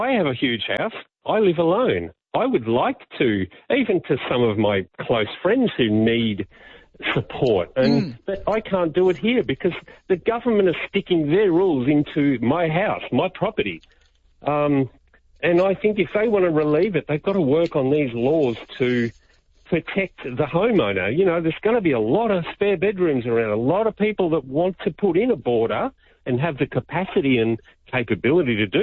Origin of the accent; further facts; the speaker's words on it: Australia; I mean, being Aussie, I can cope with it